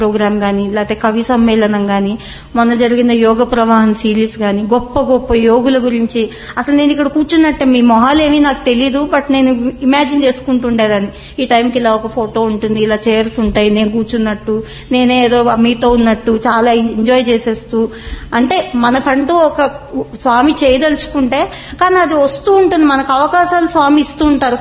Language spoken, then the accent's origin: Telugu; Hyderabad, Telangana, India; నేను ఇక్కడే పుట్టి పెరిగాను, ఆల్మోస్ట్ వారానికోసారి కోటీకి వెళ్లేదాన్ని.